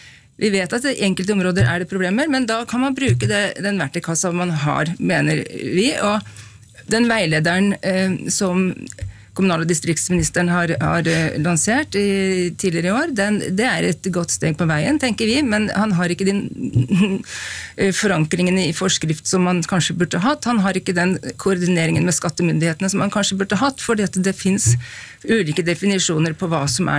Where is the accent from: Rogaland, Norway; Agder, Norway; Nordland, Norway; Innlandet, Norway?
Innlandet, Norway; Flisa; har skrevet et avisinnlegg om å slutte å bygge fabrikker i boligområder der jeg kommer fra på Flisa.